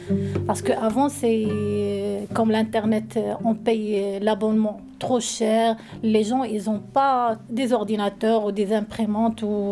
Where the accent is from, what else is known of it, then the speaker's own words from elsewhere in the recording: Morocco; Je suis une Marocaine, mariée à Gourouillé. J'ai 3 enfants.